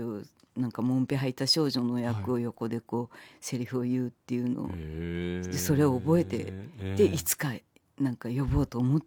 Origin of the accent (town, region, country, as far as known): Hita, Oita, Japan; born or raised there; moved away